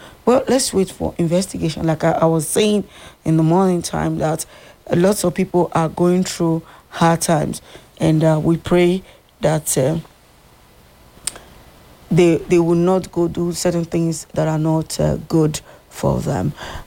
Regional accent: Nigeria; as a Nigerian

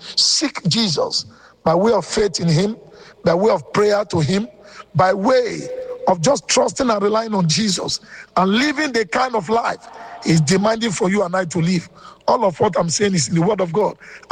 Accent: Nigeria; now in Benin City, Nigeria; I'm a Nigerian. And precisely, I live in Edo State. I live in Benin City.

